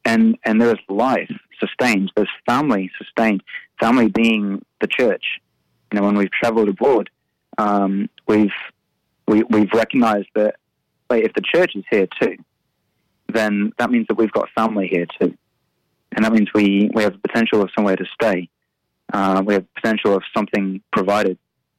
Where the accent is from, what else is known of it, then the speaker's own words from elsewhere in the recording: England, United Kingdom; moved away as an adult; now in Australia; I'm originally from England, and God asked me to come to Australia.